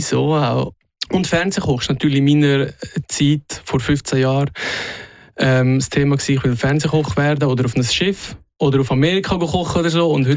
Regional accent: Glarus, Switzerland; Ich würde sagen, recht normal. Ländlich aufgewachsen im Glarnerland. Das war sicher sehr prägend gewesen.

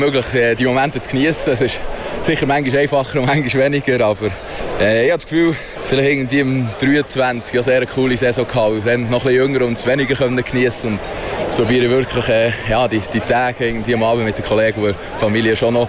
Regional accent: Bern, Switzerland; als Berner

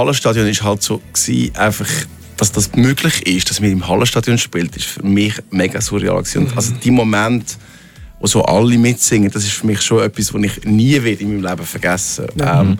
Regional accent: Switzerland; Also wir sind ja auch im Seetal aufgewachsen.

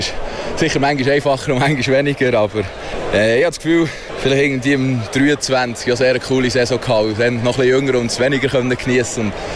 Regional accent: Bern, Switzerland; Und als Berner vielleicht noch etwas speziell.

